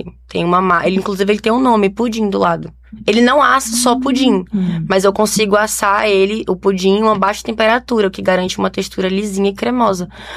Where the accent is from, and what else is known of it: Brazil; born or raised there; moved away as an adult; also born or lived in São Paulo